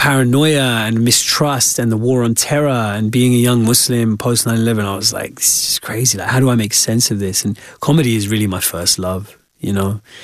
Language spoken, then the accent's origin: English; Wembley, London, United Kingdom; I grew up in Wembley.